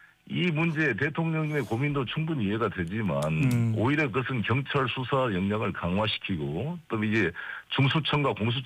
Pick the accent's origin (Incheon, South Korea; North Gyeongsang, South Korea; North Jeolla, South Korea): Incheon, South Korea; 아시다시피 제가 인천에서 40년을 살았고, 인천 출신, 인천에서 이제 정치를 시작한 사람인데